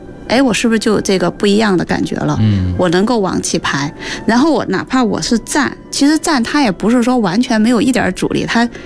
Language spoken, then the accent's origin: Chinese; China